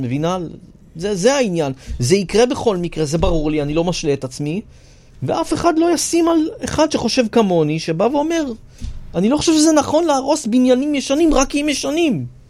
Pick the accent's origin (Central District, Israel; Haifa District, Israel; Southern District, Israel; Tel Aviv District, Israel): Central District, Israel; Rishon LeZion; אני נולדתי וגדלתי בראשון לציון כל השנים, אני גם גר שם היום.